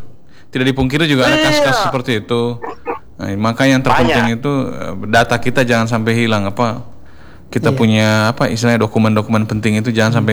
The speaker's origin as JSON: {"language": "Indonesian", "region": "Sumatra", "country": "Indonesia", "said": "Nareuni kan kita dari Sumatera, khususnya Melayu."}